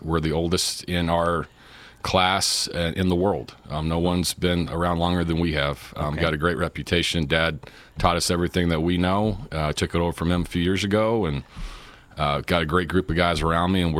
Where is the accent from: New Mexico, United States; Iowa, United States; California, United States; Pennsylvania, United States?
New Mexico, United States; Las Cruces; also born or lived in Arkansas / Texas; born and bred here in Las Cruces, New Mexico. Graduate Las Cruces High, 97, not to date myself.